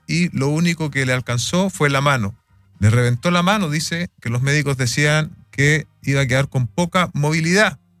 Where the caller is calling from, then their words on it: Talca, Maule, Chile; Buenas tardes, mis hermanos. Bendiciones. … de Talca.